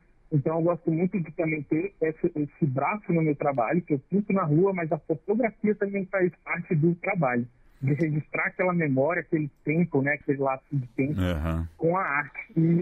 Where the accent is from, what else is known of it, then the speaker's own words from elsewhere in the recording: Brasília, Federal District, Brazil; sou filho de nordestinos, sou nascido e criado em Brasília, porém a minha família veio para Brasília e eu nasci aqui.